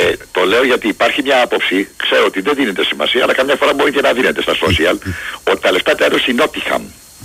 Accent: Peristeri, Attica, Greece; born there; Έπαιζα μπάλα μικρό στο Περιστέρι στις Αλάνες. … από το Περιστέρι.

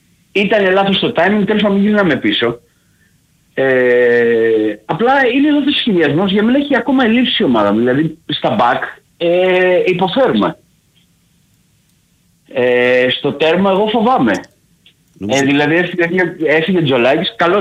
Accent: Athens, Attica, Greece

